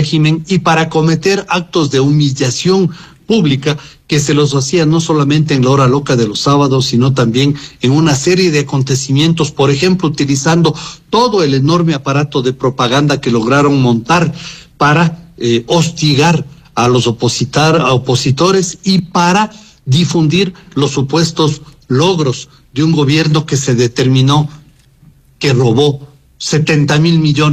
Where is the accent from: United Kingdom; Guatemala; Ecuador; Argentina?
Ecuador; creo que nosotros como ecuatorianos debemos